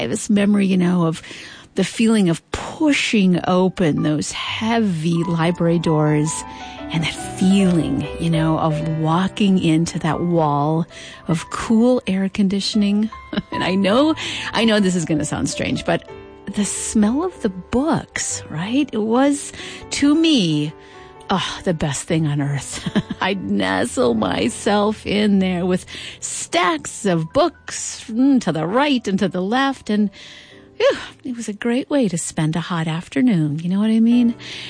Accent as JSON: {"language": "English", "region": "Nebraska", "country": "United States", "tie": "born or raised there", "moved": "yes", "said": "I grew up mostly in Western Nebraska, where the summers, were so hot and dry."}